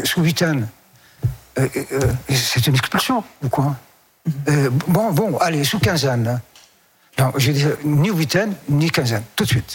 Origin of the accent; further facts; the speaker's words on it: Algeria; Je suis algérien.